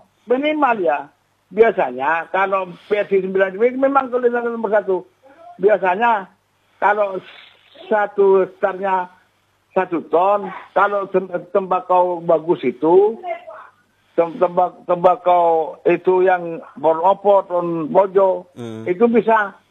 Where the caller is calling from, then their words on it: Indonesia; daerah saya, daerah gulu-gulu utara, namanya Dusun Gunung Tanah Bukat ini